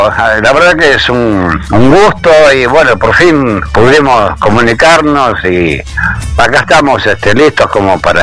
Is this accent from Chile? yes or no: no; Bernal, Buenos Aires Province, Argentina; yo soy de Bernal, que es partido de Quilmes, de la provincia de Buenos Aires.